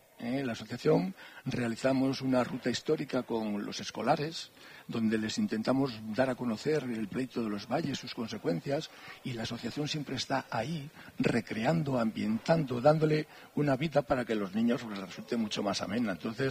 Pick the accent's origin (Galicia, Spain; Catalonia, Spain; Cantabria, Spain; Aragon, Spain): Cantabria, Spain; Es una fiesta de nuestras raíces históricas, de nuestras señas de identidad como pueblo cántabro. Y la que nos tenemos que sentir orgullosos como cántabros